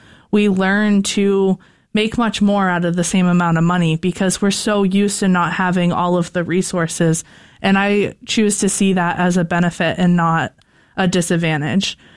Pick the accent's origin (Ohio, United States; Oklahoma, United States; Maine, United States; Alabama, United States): Maine, United States; Rumford; I'm a born and raised Mainer. I'm from Rumford, Maine. And I mean, Maine's home.